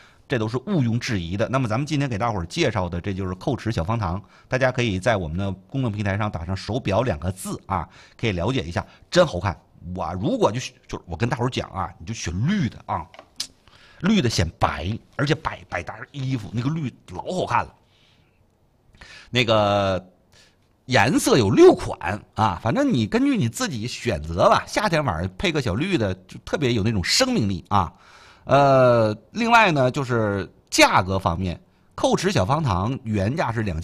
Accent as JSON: {"language": "Chinese", "country": "China", "said": "我们中国人"}